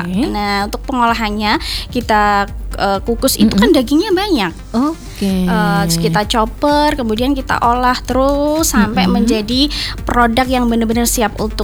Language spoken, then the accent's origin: Indonesian; Java, Indonesia; Saya asli kelahiran dari desa Winong.